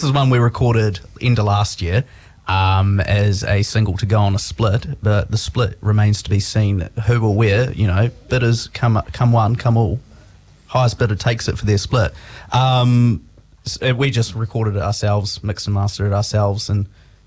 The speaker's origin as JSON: {"language": "English", "town": "New Plymouth", "region": "Taranaki", "country": "New Zealand", "said": "Yeah. And we're from New Plymouth."}